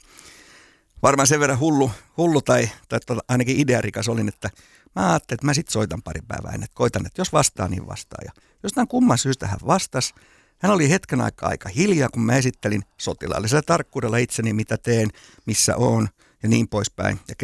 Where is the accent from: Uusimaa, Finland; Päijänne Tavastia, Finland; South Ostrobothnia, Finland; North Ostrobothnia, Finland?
South Ostrobothnia, Finland; Kauhava; he tiesi, että mä oon Pohjanmaalta Kauhavalta kotosi